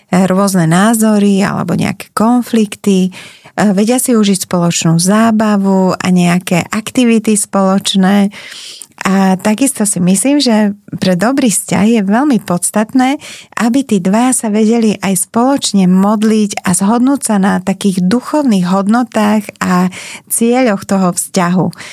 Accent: Bratislava, Bratislava Region, Slovakia; Ja som z Bratislavy.

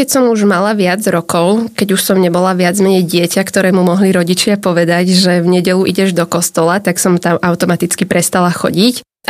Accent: Dubník, Nitra Region, Slovakia; Tak ja síce hovorím väčšinou, že som z Nových Zámkov, ale rozprávam to len preto, lebo to je taký záchytný bod. Kebyže poviem, že bývam v Dubníku, tak každý by sa na mňa pozrel, že nemám šajnu.

